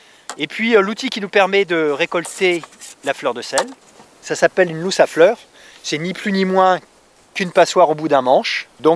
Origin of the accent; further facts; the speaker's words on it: Brittany, France; moved away; Non, je suis originaire du Finistère.